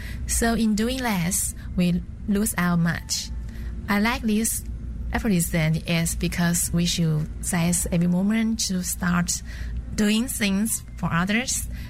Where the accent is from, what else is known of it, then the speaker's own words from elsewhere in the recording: Taiwan; I'm from Taiwan.